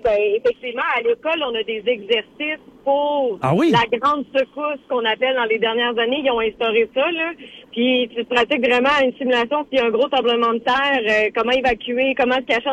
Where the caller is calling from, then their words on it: Charlevoix, Quebec, Canada; je viens de Charlevoix